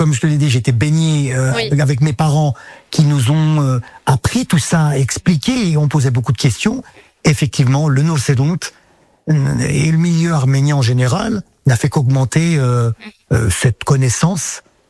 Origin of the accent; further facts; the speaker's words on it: Alfortville, Île-de-France, France; moi, j'ai vécu qu'à Alfortville, hein, j'ai grandi à Alfortville.